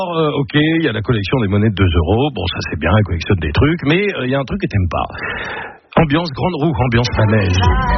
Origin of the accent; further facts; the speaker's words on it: Auvergne-Rhône-Alpes, France; Je suis auvergnat, je te rappelle